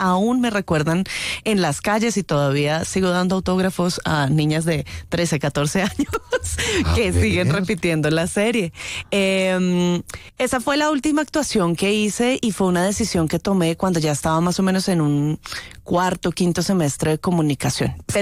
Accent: Bogotá, Bogotá Capital District, Colombia; yo soy bogotana, orgullosamente.

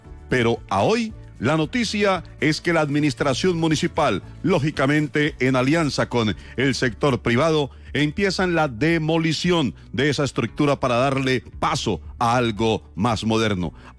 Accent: Ibagué, Tolima, Colombia

